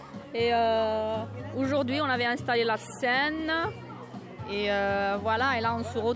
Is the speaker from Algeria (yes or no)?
yes; Kabylie, Algeria; first language Berber; French is a second language; Moi, personnellement, je suis de Kabylie, en Algérie.